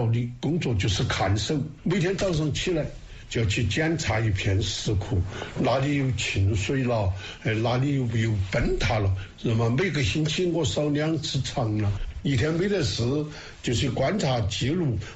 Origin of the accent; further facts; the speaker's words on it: Sichuan, China; 我们四川人读哈。